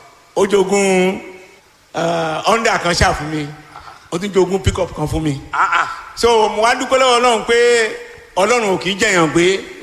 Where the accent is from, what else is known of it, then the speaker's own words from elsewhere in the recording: Ijebu Ode, Ogun, Nigeria; Mo wá láti Ìjẹ̀bú òde.